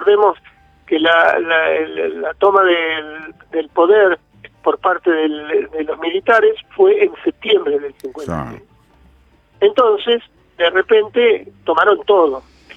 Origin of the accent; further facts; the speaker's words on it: Buenos Aires, Argentina; born there; te está hablando alguien que nació en un hogar peronista, nació en un conventillo de la calle Godoy Cruz, no de la calle Olavarría